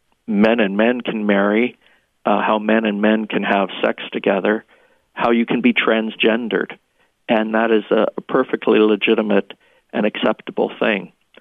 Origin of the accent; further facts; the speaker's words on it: Canada; My home country is in Canada.